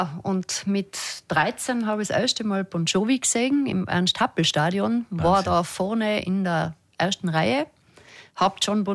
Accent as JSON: {"language": "German", "town": "Götzens", "region": "Tyrol", "country": "Austria", "said": "Aus Götzens."}